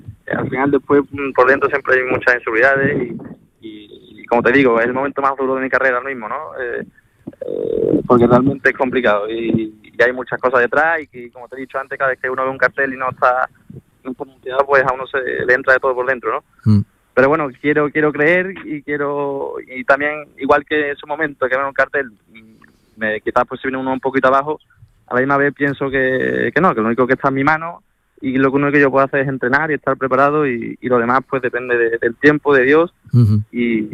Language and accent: Spanish; Seville, Andalusia, Spain; como sevillano que soy